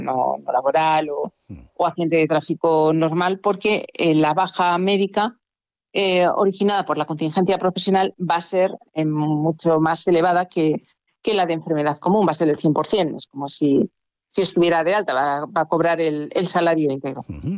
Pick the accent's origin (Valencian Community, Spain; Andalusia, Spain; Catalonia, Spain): Andalusia, Spain; Garrucha; moved away; estar en mi pueblo, que como sabéis es Garrucha, sí, en Almería.